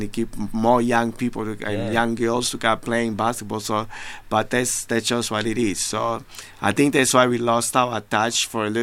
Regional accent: Angola; moved away; Growing up in Angola, the most played sport is soccer.

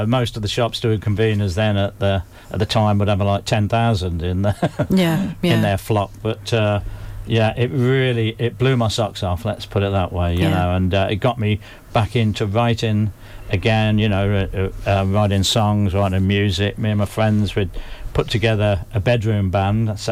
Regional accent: Coventry, West Midlands, United Kingdom; growing up in Coventry.

